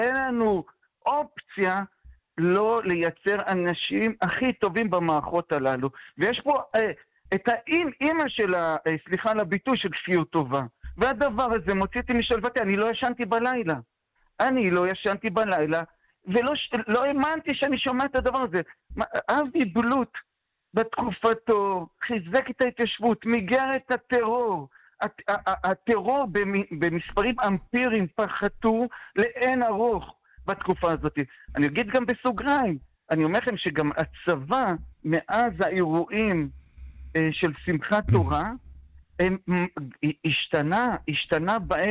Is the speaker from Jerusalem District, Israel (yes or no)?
yes; Jerusalem, Jerusalem District, Israel; צריך לשמור על הדברים שבקונצנזוס שאני גדלתי עליהם כירושלמי, בסדר? אני נולדתי בתוך בית קפה, בסדר? בתוך ירושלים, בצטרום של הצטרום, ולימים התאהבתי בהתיישבות